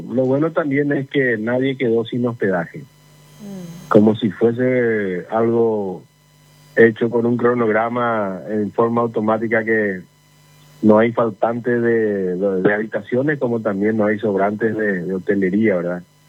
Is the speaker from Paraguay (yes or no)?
yes; Paraguay; como paraguayo me siento muy patriota